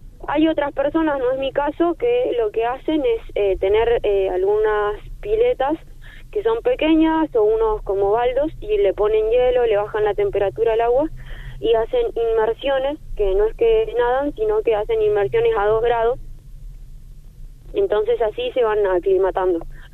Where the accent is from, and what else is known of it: General Roca, Río Negro, Argentina